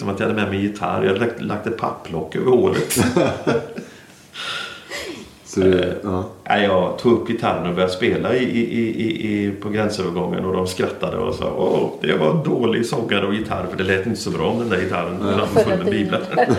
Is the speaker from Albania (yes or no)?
yes; Albania; accent: North Albanian dialect; Och jag pratar en nordalbansk dialekt. Så jag kan väl... Liksom, typ om du hör en riktig skåning. Så låter det när jag pratar albanska.